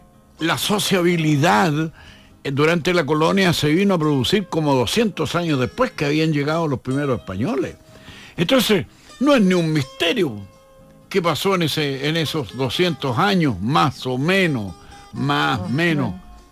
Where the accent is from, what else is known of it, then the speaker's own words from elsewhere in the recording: Chile; Los chilenos le tenemos un sentimiento de obediencia a los patrones.